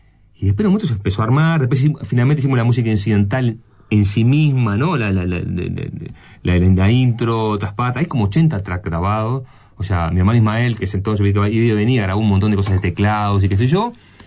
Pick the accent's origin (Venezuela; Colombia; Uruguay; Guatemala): Uruguay; nosotros somos de Uruguay